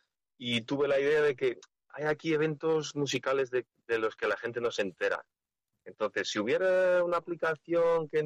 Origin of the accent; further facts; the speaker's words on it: Portugal; now in León, Spain; Yo soy un portugués afincado en León, por amor, como todos los afincados, digo yo. me vine a León y aquí estoy maravillosamente.